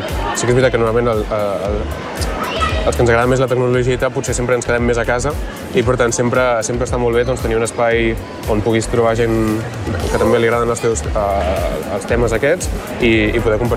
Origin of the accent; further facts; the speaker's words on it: Mont-ras, Catalonia, Spain; Soc de Mont-ras, mm-hmm. I per tant quedava molt a prop